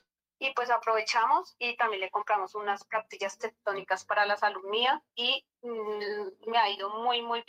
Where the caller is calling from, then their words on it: Boyacá, Colombia; lo estoy llamando desde Juntas de Boyacá.